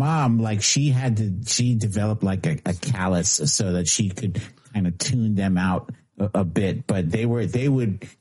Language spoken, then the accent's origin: English; New York City, New York, United States; I grew up in Washington Heights, which was such a beautiful, an explosion of diversity.